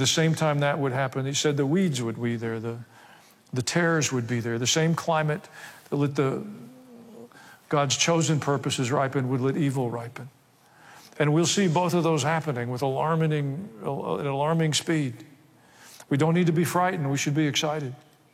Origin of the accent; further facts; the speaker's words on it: the South, United States; accent: southern; People can sit anywhere on the planet that they have access to a cell phone and hear me preach in my southern accent in their language.